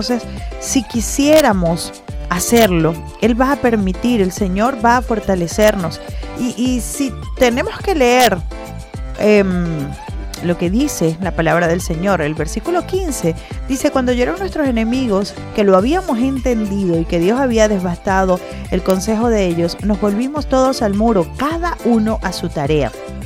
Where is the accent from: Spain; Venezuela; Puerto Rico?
Venezuela